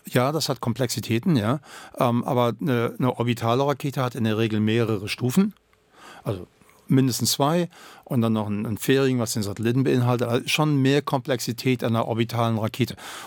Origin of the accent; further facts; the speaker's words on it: Germany; accent: German; weil ich habe ja einen deutschen Akzent